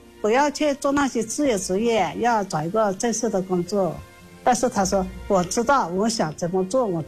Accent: Kaili, Guizhou, China; born there

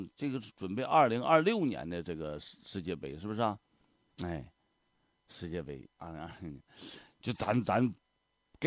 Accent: Northeast China, China; 我东北三省我们都是老乡

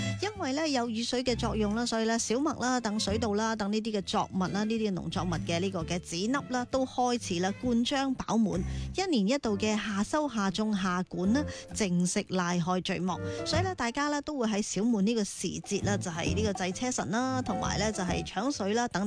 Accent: Guangdong, China; 我哋广东人

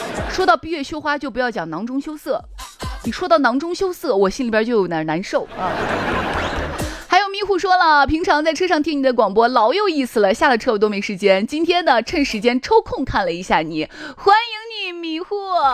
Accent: Shaanxi, China; accent: Shaanxi dialect (Chang'an District, Qinzhen); 我们陕西话吧，婆就是我们这个当地方言，因为其实十里是不同音的啊，我们当地的长安区在秦镇一带的这个方言啊，是把奶奶叫婆

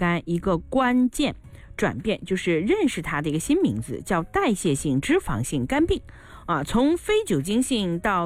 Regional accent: China

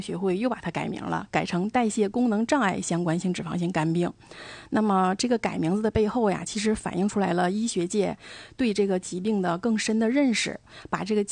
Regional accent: Dalian, Liaoning, China

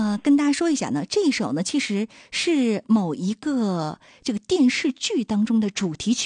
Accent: Dalian, Liaoning, China; 我们大连人尤为喜爱。

